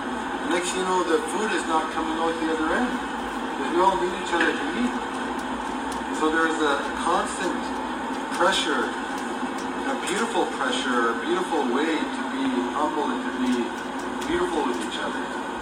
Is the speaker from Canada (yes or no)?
yes; Slippin River, Ontario, Canada; I come from Slippin River, which is a little community north of Lake Huron. I grew up in the bush mostly and lived a life of hunting and fishing and all that, trapping, making maple syrup.